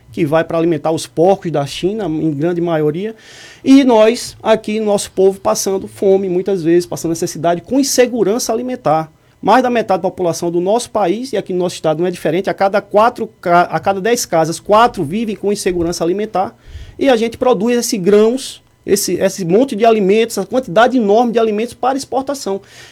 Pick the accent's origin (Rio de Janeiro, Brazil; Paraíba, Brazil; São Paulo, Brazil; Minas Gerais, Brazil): Paraíba, Brazil; moved away as an adult; now in Bahia, Brazil; não sou baiano, sou paraibano, nenhum problema com isso. Muito pelo contrário, sou radicado aqui na Bahia desde 99. Vim fazer meu doutorado aqui em 2009, né? Então, voltei para Paraíba